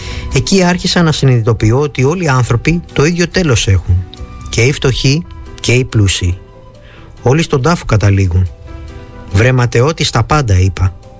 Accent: Chios, North Aegean, Greece; also born or lived in Krini, Turkey; Γεννήθηκα στο Τσεσμέ Κρίνη κατά των ελληνικών της Μικράς Ασίας απέναντι από τη Χίο. Δεν έζησα όμως καθόλου εκεί. Μωρουδάκι με πήρε η μάνα μου στον πρώτο διωγμό το 1914 και ήλθαμε στη Χίο.

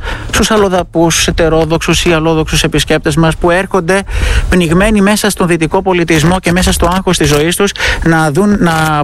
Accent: Greece

